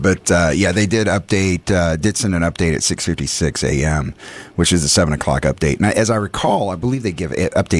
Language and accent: English; the South, United States; born there; I say that because I was born in the South, and that's what